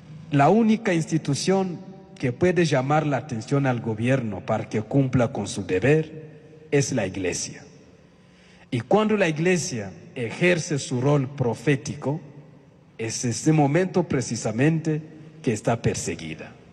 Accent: Bukavu, South Kivu, DR Congo; moved away; el arzobispo de Bukavu, de la arquidiócesis de donde yo vengo, la parte este del Congo.

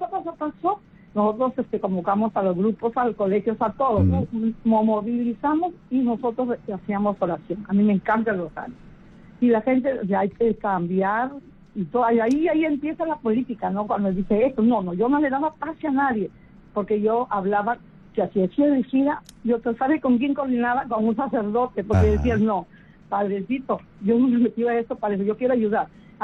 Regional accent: Pátzcuaro, Michoacán, Mexico; soy de Pátzcuaro.

